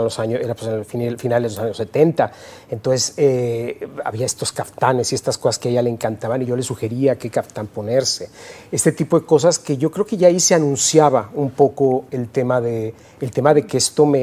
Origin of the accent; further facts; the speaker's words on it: Mexico; A partir de ya una edad madura, casi toda mi vida viví en México.